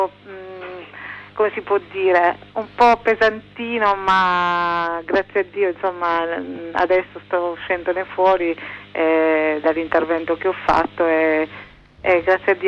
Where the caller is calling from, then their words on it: Brescia, Lombardy, Italy; da Brescia.